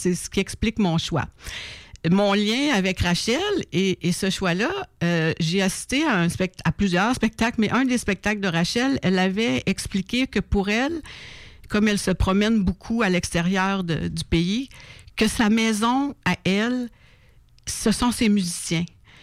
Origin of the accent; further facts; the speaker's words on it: Rimouski, Quebec, Canada; now in Quebec City, Canada; Moi, j'ai grandi à Rimouski. J'ai fait tous mes études là, incluant le collège.